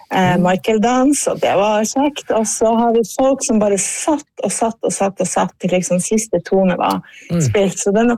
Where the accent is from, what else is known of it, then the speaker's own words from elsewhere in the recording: Karasjok, Finnmark, Norway; now in Tromsø, Norway; Jeg er jo fra Finnmark, og det er også nummer to. Jeg bor i Tromsø, men jeg er fra Finnmark